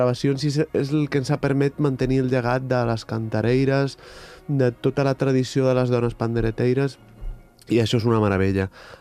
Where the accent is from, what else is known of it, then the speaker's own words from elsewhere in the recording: Galicia, Spain; moved away; Mira, allà a Galícia, jo sóc gallec